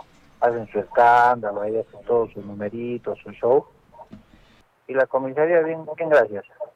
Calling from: Arequipa, Peru; Le llamo de Cerro Colorado.

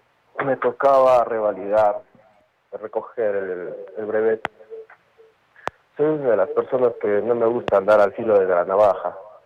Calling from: Arequipa, Peru; yo como arequipeño tengo que hacer algo usual para todos.

